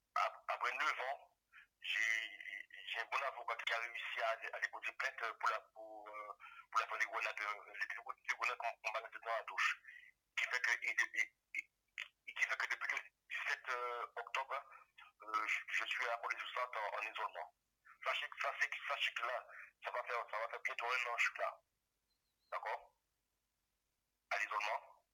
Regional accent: Guadeloupe; now in France; moi je suis un Guadeloupéen et j'ai le mental

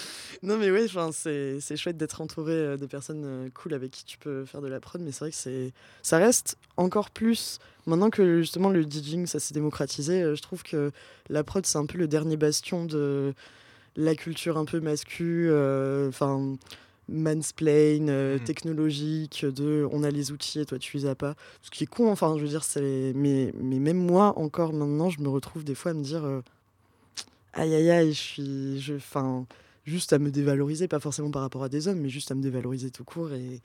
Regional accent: Pau, Nouvelle-Aquitaine, France

